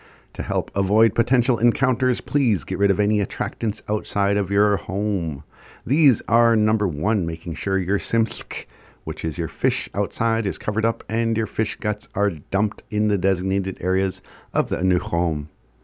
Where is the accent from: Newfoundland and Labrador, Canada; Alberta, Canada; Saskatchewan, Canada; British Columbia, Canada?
British Columbia, Canada; accent: Rez; Had my my Rez accent came out there for a little bit.